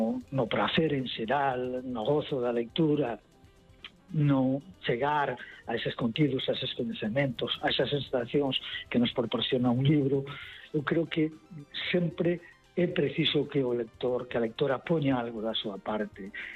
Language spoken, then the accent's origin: Galician; Vigo, Galicia, Spain; born there; also born or lived in Santiago de Compostela; Onde nacín en Vigo e onde pasei moitísimos anos en Santiago de Compostela.